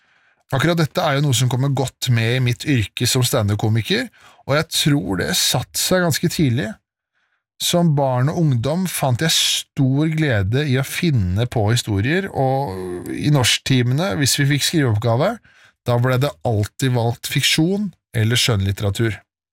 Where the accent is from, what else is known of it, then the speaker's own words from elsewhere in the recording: Årnes, Akershus, Norway; oppveksten min på Årnes.